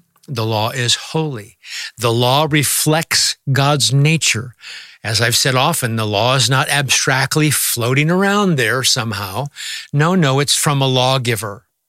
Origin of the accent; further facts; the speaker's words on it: Nebraska, United States; When I was a kid growing up in Nebraska